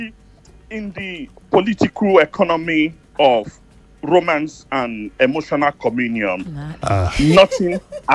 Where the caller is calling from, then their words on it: London, United Kingdom; I'm calling from Tottenham.